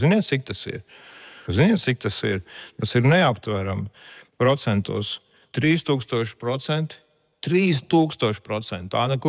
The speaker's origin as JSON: {"language": "Latvian", "region": "Riga", "country": "Latvia", "tie": "born or raised there", "said": "Mēs viestura uzaugām Rīgā blakus Biķernieku trasē"}